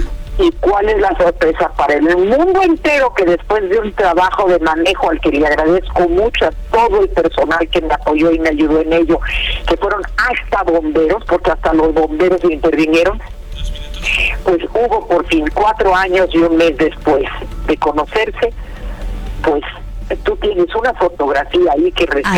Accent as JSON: {"language": "Spanish", "country": "Mexico", "said": "en mi país hay una situación muy difícil"}